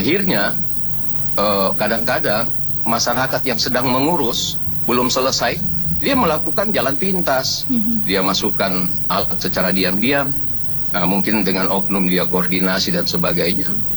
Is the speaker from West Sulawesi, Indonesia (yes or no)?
yes; Mamuju, West Sulawesi, Indonesia; karena saya orang Mamuju